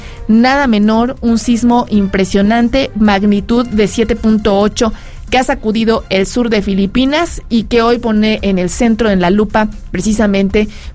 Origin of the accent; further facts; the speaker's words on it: Mexico; como mexicanos nos debemos de sentir orgullosos